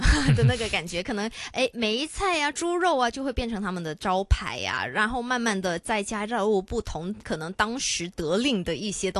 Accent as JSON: {"language": "Chinese", "country": "China", "said": "我们中国人"}